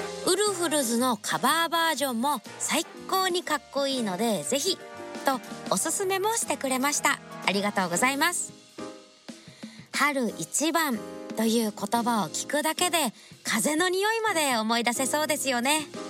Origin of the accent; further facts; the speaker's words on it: Kushiro, Hokkaido, Japan; 私の地元北海道釧路市の桜は蝦夷桜という葉桜なので、本州のものほど鮮やかな色ではなくて、やっと雪が溶けてきた頃に少しずつ咲き始めるんですよね。